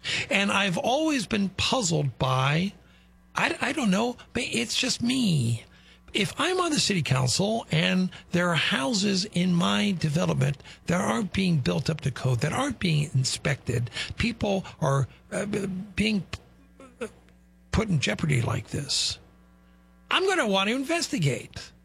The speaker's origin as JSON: {"language": "English", "town": "Chicago", "region": "Illinois", "country": "United States", "tie": "born or raised there", "said": "But I grew up in Chicago. I grew up in Mayor Richard Daley's Chicago."}